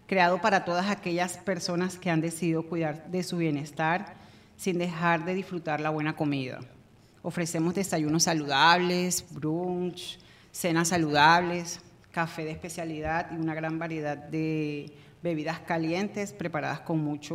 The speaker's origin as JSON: {"language": "Spanish", "town": "San Juan del Cesar", "region": "La Guajira", "country": "Colombia", "said": "mi pueblo, en San Juan."}